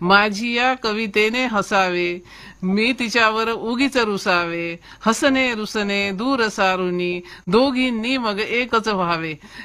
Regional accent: Anjangaon Surji, Maharashtra, India; माझं माहेर सुरजी अंजनगाव अमरावती जिल्ह्यातलं

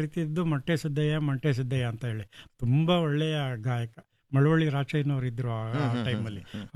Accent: Kyathanahalli, Karnataka, India; moved away; ನಾನು ಒಂದಿನ ಜಿ ಶಂಪ ಅವ್ರನ್ನ ನಮ್ಮ ಊರಿಗೆ ಕರ್ಕೊಂಡೋದೆ, ಕ್ಯಾತ್ನಳ್ಳಿಗೆ.

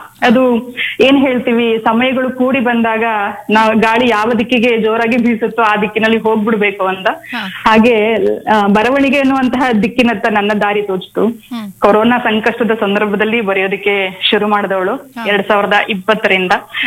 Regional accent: Karnataka, India; ನಾನು ಕನಕಪುರ ತಾಲೂಕಿನ ಹೊಸದುರ್ಗ ಅನ್ನುವಂತಹ ಹಳ್ಳಿಯವಳು.

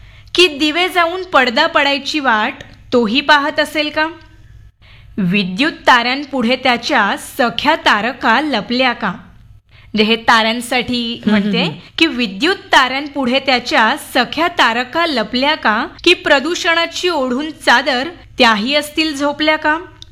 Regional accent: Devgad, Maharashtra, India; now in Mumbai, India; नाही, मी मूळची देवगडची आहे.

